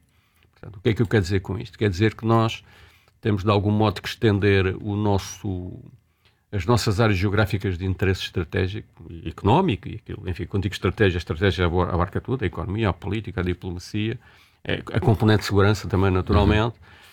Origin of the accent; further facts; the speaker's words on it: Alcácer do Sal, Alentejo, Portugal; eu sou alentejano, sou ali da zona da costa do Alcácer do Sal e conheço bem a costa vicentina